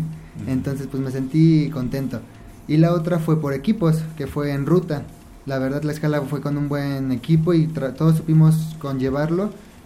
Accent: Apizaco, Tlaxcala, Mexico; now in Yauhquemehcan, Mexico; soy de aquí de Apizaco, Tlaxcala. Bueno, actualmente radico en Yoquemecan, pero soy originario de Apizaco.

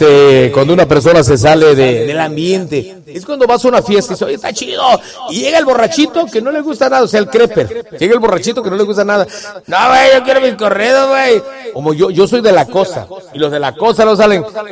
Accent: Acapulco, Guerrero, Mexico; Yo soy de Acapulco, ya saben.

